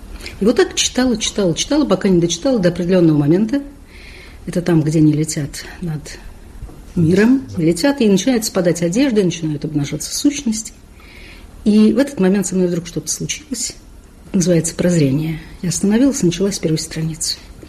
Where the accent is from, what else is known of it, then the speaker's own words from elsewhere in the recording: Saratov, Saratov Oblast, Russia; Я вообще-то из России, то есть Саратова, но в настоящий момент я приехала только что из Польши, с Булгаковской конференции.